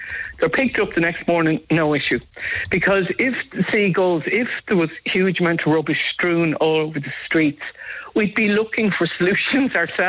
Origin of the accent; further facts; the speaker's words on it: Dublin, Leinster, Ireland; moved away; I'm originally from Ringsend, and they're very similar type houses. Like, they're almost like apartments in terms of the amount of outdoor space you'd have per house.